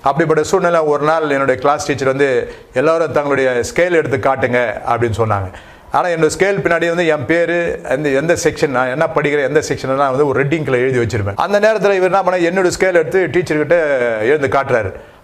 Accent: Chennai, Tamil Nadu, India; நான் ஒரு இந்து குடும்பத்தில் பிறந்தேன். … நான் ராயபுரத்தில் மீனாட்சி அம்மன் பேட்டை என்ற பகுதியில் பிறந்து வளர்ந்தேன்.

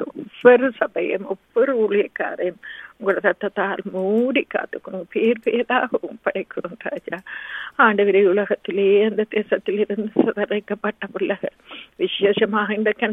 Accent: Sri Lanka; moved away; நாங்கள் பிறந்து வளர்ந்த இலங்கை தேசத்துக்காக நன்றி சொல்கிறோம் ராஜா.

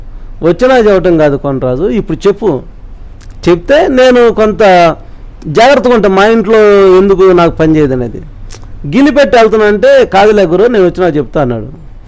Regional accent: Nidubrolu, Andhra Pradesh, India; మా ఊరు శశానం ఉండే, నిడుబ్రోల శశానం

